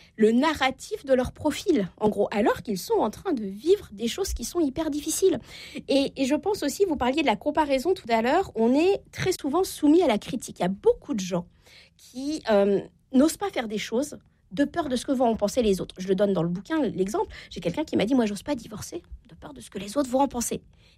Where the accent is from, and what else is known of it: Normandy, France